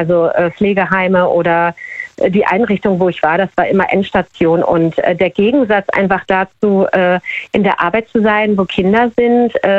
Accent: Hamburg, Germany; Ich komme aus Hamburg

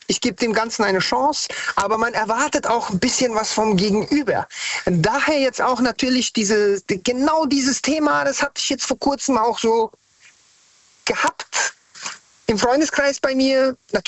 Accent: Hesse, Germany; now in Hanau, Germany; Ich bin kein gebürtiger Hesse, also eigentlich komme ich von ganz woanders her, aber ich bin in Hessen, Hanau, Hessen, Frankfurt aufgewachsen und bin dann nach Hanau gezogen.

